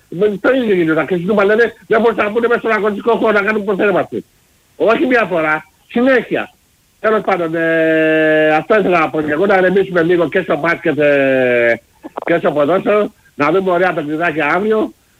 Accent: Petroupoli, Attica, Greece; Είμαι από Πετρούπολη.

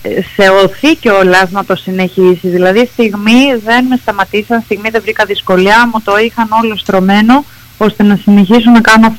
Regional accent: Greece; σαν Ελληνίδα.

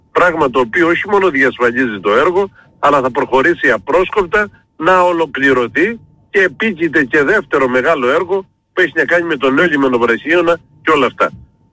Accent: Hersonissos, Crete, Greece

